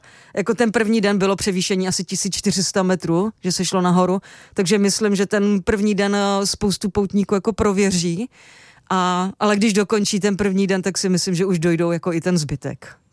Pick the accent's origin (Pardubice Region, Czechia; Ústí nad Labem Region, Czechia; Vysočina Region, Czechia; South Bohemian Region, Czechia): Pardubice Region, Czechia; Pardubice; já jsem z Pardubic, nebo bydlím v Pardubicích.